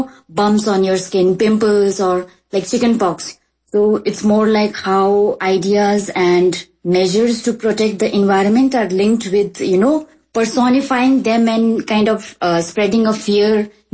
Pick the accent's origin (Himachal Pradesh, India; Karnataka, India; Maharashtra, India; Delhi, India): Himachal Pradesh, India; I come from Spiti Valley. I am 25 years old.